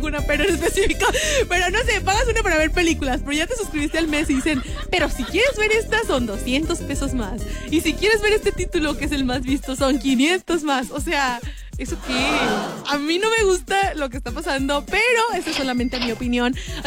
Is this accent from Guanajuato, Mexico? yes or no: yes; León, Guanajuato, Mexico; no solamente desde León, somos de León, no solo a todos los de León